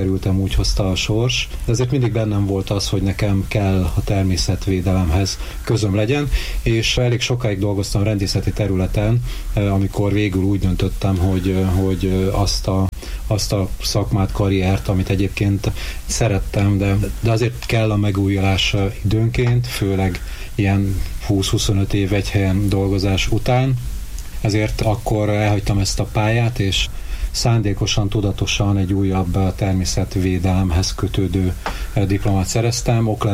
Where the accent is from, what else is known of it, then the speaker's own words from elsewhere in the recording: Miskolc, Borsod-Abaúj-Zemplén, Hungary; moved away as an adult; also born or lived in Szabolcs-Szatmár-Bereg County / Hajdú-Bihar County; Itt születtem, és itt is nőttem fel. Aztán hát felnőtt fejjel elkerültem Miskolc városából. Hát alapvetően Szabolcs és Hajdú megyében éltem.